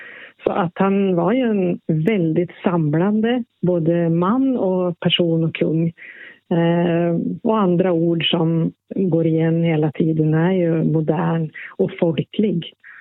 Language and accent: Swedish; Sweden; also born or lived in Norway; ja, jag är ju både svensk och norsk.